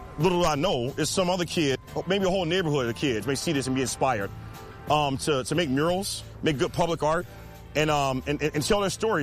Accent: Chicago, Illinois, United States; born there; I was born in Woodlawn, mind you, right? As a matter of fact, I was born down the street from here off of 65th and St. Lawrence.

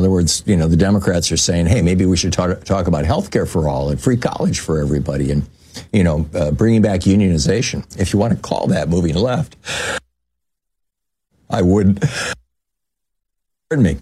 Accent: Lansing, Michigan, United States; I remember George Fish at SDS when I was growing up in Lansing, Michigan, or in East Lansing at MSU.

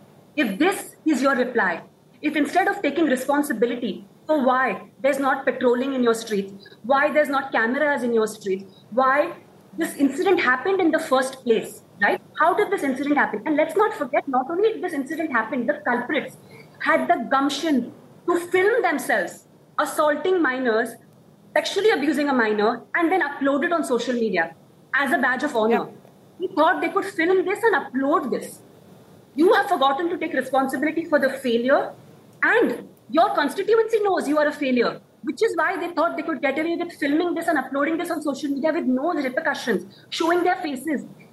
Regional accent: India

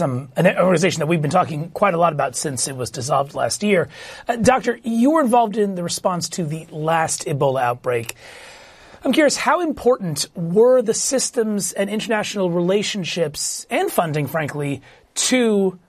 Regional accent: Philadelphia, Pennsylvania, United States; We're taking a lovely look at Philadelphia. A little wet this morning, my hometown.

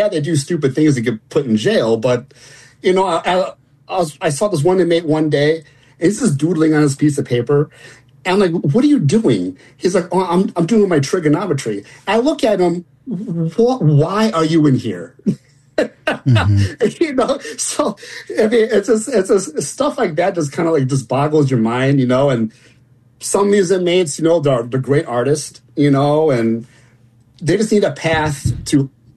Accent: Wheaton, Illinois, United States; Well, I grew up in Wheaton, Illinois, and then spent here my entire life.

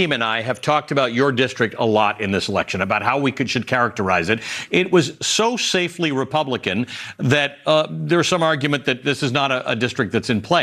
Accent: Toronto, Ontario, Canada; I'm from a little west of there. I'm from Toronto.

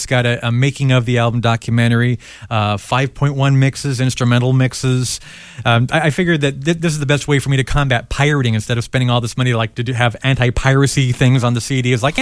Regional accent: Lynwood, California, United States; and I am, in fact, from Linwood. You mentioned I was born in Downey because the hospital was in Downey. I can't say I was actually born in Linwood, but I lived the first 16 years of my life there

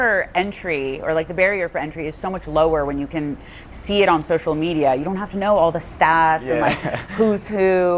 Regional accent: Boston, Massachusetts, United States; As someone who comes from a city, I'm from Boston, where we've had a lot of down periods, right?

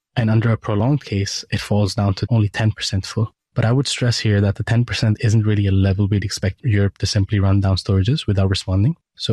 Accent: Pakistan; If you look at what's been happening in the East, a lot of Asian countries, including my home country, Pakistan, as well, they've been having a lot of power cuts

